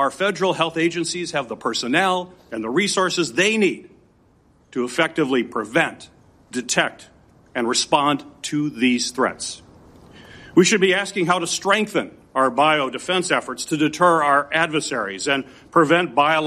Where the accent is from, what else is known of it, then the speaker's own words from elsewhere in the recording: Michigan, United States; which has sickened thousands in my home state of Michigan